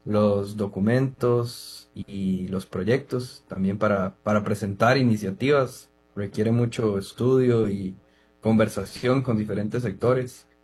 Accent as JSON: {"language": "Spanish", "country": "Costa Rica", "said": "como costarricenses en política"}